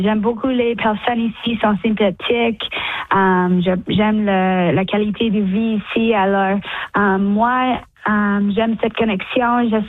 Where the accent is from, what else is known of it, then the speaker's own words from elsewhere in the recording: Toronto, Ontario, Canada; French is a second language; je suis retournée chez moi à Toronto. J'ai fait beaucoup d'entraînement dans mon gym en Burlington puis sur la glace aussi.